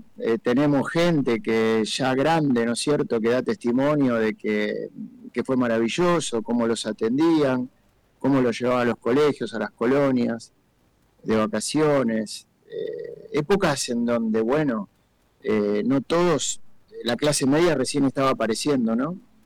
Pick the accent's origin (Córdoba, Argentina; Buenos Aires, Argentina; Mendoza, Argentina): Buenos Aires, Argentina; un vecino nacido y criado en el barrio de Floresta.